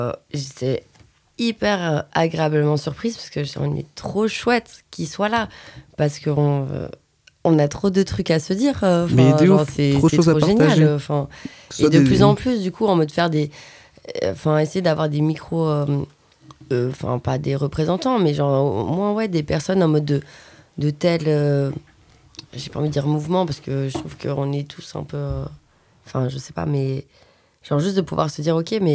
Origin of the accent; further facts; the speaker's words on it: Belgium; moved away as an adult; now in France; moi, je viens de Belgique aussi.